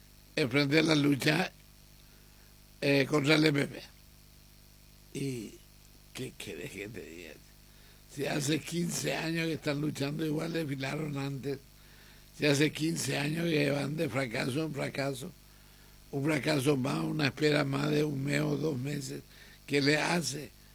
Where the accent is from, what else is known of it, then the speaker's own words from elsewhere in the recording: Paraguay; Yo soy paraguayo.